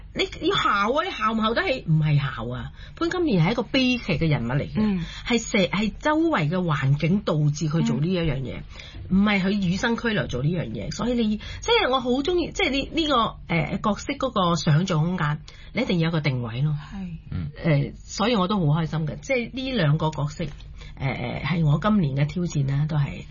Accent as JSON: {"language": "Cantonese", "country": "Macau", "tie": "born or raised there", "said": "我係澳門一個土生土長一個人，我唔係一個紅褲仔出身嘅人"}